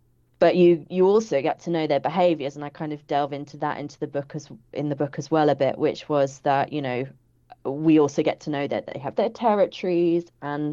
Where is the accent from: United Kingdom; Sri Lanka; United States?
United Kingdom; England; moved away; we're English and we're not local.